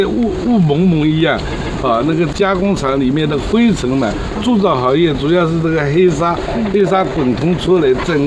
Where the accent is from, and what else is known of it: Wenzhou, Zhejiang, China; born or raised there